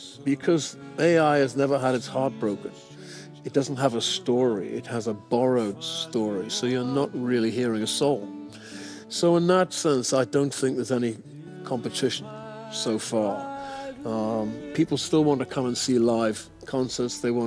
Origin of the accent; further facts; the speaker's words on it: Tyneside, North East England, United Kingdom; moved away; I was born on Tyneside, right next to a shipyard.